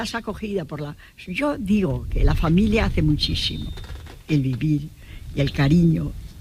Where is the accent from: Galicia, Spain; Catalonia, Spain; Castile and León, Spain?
Castile and León, Spain; moved away; also born or lived in Salamanca; Y pasé mi niñez aquí, infancia, ya en Salamanca más tiempo